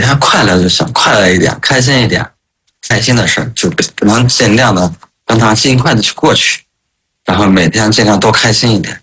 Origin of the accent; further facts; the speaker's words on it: Zhoukou, Henan, China; now in Zhengzhou, China; 因为现在不是在郑州嘛，就是往上走一走，有条件的话可以调回我们老家嘛。